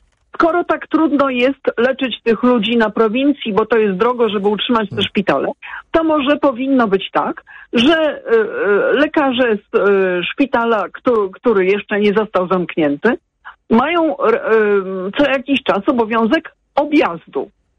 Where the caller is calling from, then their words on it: Warsaw, Masovian Voivodeship, Poland; Ja mieszkam w Warszawie